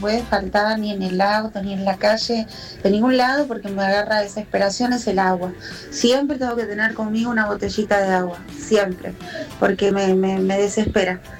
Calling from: Ramos Mejía, Buenos Aires Province, Argentina; de Ramos Mejía.

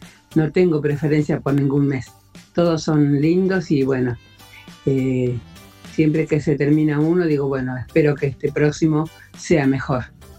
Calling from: Quilmes, Buenos Aires Province, Argentina; de Quilmes.

